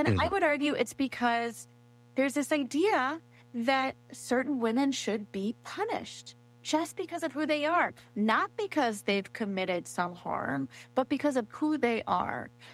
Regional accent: Indiana, United States; moved away; also born or lived in Mississippi; In my home state, Indiana

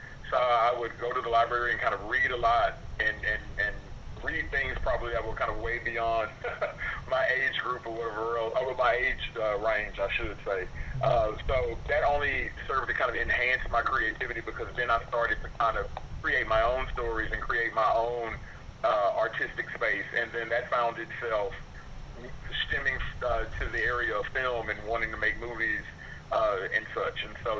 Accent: Dallas, Texas, United States; also born or lived in Corsicana, Texas; now in Austin, United States; well, I was born in Corsicana, Texas, but was raised in Dallas, single-parent home with my mom

